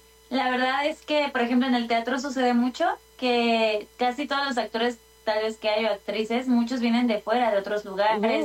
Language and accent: Spanish; State of Mexico, Mexico; moved away as an adult; now in Mexico City, Mexico; Yo soy del Estado de México, pero viví algún tiempo bueno, allá en el norte